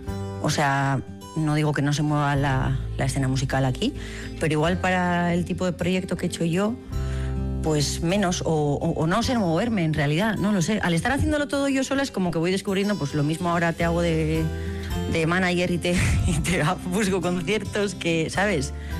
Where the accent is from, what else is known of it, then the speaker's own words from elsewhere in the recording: Beasain, Basque Country, Spain; also born or lived in Ordizia / Tolosa; now in San Pedro, Spain; Yo soy de Beasain. Bueno, a ver, sí, yo soy del Goierri. Decir solo de Beasain ya se me queda corto, porque ya he vivido... Yo creo que lo mismo en Beasain, en Ordizia, en Tolosa también he vivido. Ahora vivo en San Pedro